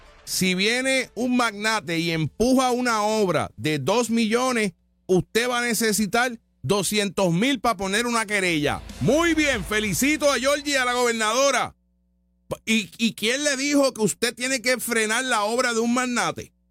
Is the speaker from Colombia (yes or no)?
no; Puerto Rico; Yo como puertorriqueño